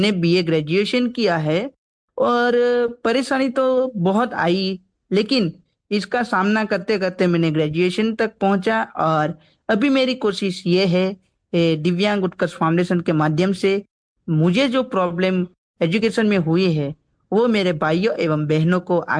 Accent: Rajpipla, Gujarat, India; also born or lived in Dhanpur; मैं गुजरात स्टेट के राजपिपला शहर से बिलोंग करता हूं

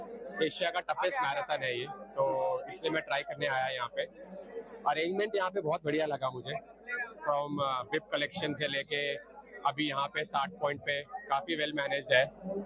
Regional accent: Ahmedabad, Gujarat, India; मैं अहमदाबाद से आया हूँ

